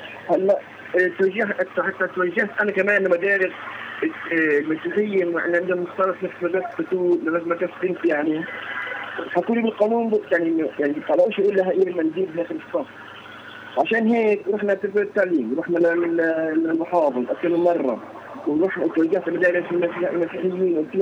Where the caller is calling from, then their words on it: Hebron, West Bank, Palestine; من الخليل